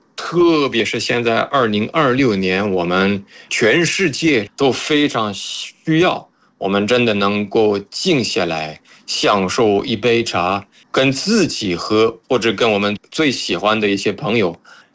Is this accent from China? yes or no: no; France; Chinese is a second language; 我是法国人，然后